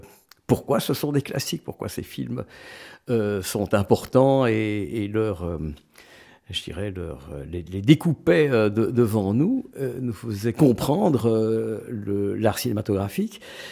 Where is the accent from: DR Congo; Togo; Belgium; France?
Belgium; Schaerbeek, Brussels; Je suis né à Schaarbeek. Et donc, j'ai passé à peu près les 15 premières années de ma vie dans cette commune